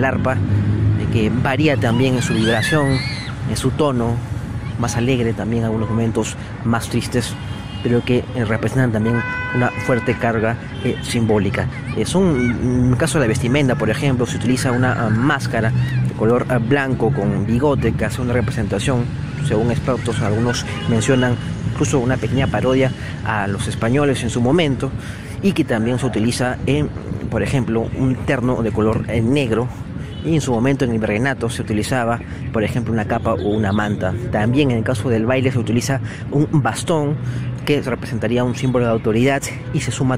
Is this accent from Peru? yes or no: yes; Peru